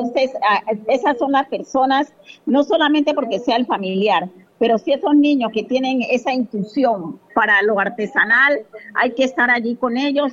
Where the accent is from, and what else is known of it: Pacific region, Colombia